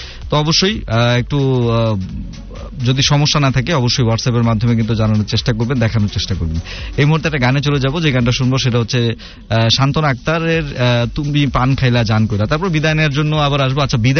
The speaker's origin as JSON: {"language": "Bangla", "town": "Dhaka", "region": "Dhaka Division", "country": "Bangladesh", "tie": "born or raised there", "said": "গ্রামের বাড়ি, আমি ঢাকার স্থানীয়, পুরান ঢাকার, পুরান ঢাকার কাছাকাছি।"}